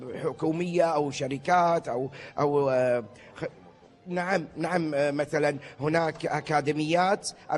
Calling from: Kuwait

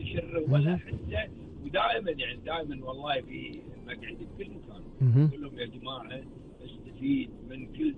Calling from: Kuwait; ويحفظ ديرتنا الكويت

